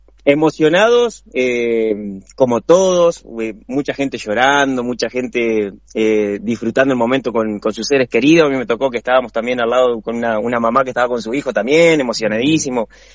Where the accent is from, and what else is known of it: Argentina